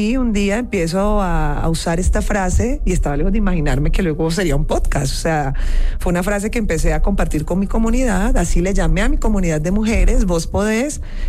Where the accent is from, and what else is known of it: Cali, Valle del Cauca, Colombia; now in Bogotá, Colombia